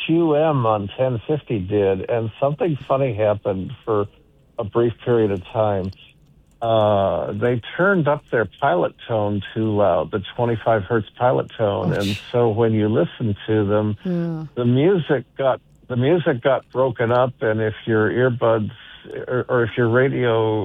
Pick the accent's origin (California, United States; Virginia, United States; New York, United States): New York, United States; Buffalo; in the Buffalo area because that's where I grew up